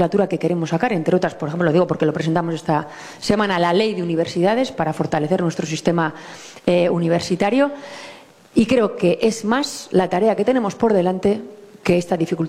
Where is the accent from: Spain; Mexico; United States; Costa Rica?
Spain; Navarre; Aprovecho a decir, mira, los navarros somos plurales, diversos, navarros que se sienten vascos, navarros que se sienten del mundo, navarros que se sienten solo navarros, navarros que se sienten navarros y españoles